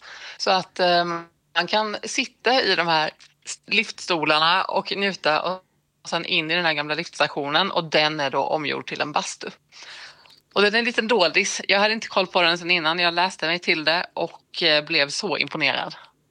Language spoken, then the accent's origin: Swedish; Småland, Sweden; som en smålänning främst.